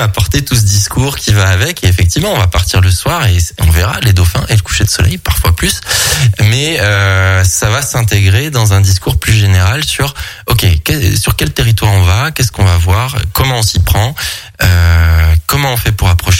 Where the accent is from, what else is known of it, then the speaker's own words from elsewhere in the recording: France; chez nous, en France, on peut aller voir des baleines